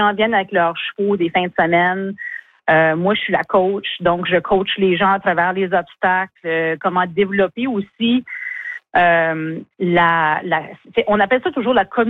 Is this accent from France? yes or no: no; Edmundston, New Brunswick, Canada; also born or lived in Moncton; Ça a commencé avec mon déménagement de Moncton à Edmundston. Je suis originaire d'Edmundston.